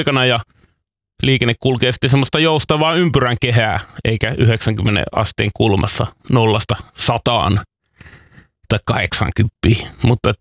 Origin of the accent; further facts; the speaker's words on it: Northern Finland, Finland; Koska Pohjois-Suomessa, mistä mä oon kotoisin, niin siellä oli mun mielestä mun nuoruudessa vain yksi monikaistainen liikenneympyrä.